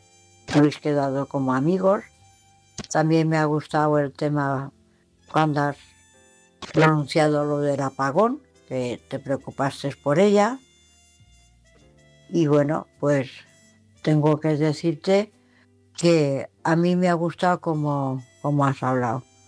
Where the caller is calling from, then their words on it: Valencia, Valencian Community, Spain; corresponsal de Valencia